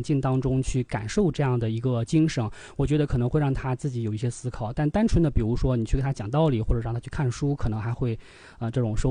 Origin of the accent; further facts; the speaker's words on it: Gansu, China; 因为我是一个甘肃人，大西北人